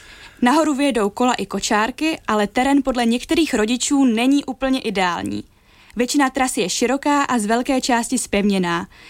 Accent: Moravia, Czechia; jelikož jsem z Moravy

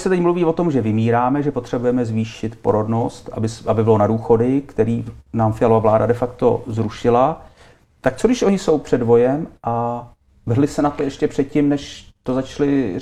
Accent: Prague, Czechia; Já nejsem z Brna, Xaver, já jsem z Prahy

